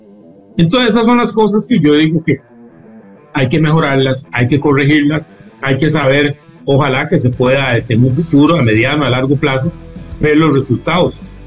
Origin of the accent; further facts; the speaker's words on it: Costa Rica; Yo lo pude hacer siendo costarricense